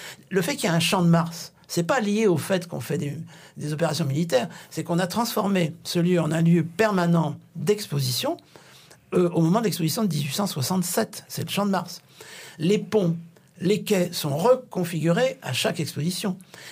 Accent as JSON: {"language": "French", "country": "France"}